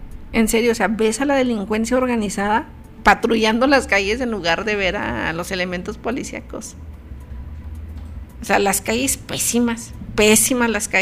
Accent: Chihuahua, Mexico; no lo conocemos tanto como mexicanos o como de aquí de Chihuahua

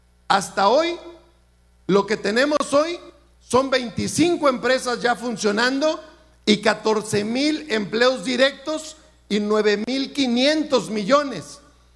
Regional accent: Durango, Mexico; Porque somos duranguenses de una sola pieza.

